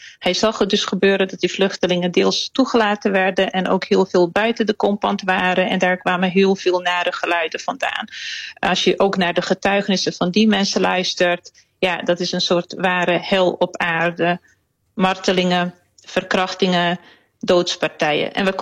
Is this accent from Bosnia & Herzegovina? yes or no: yes; Srebrenica, Republika Srpska, Bosnia & Herzegovina; now in Netherlands; Kijk, ik kom zelf uit Srebrenica. Ik heb de val meegemaakt.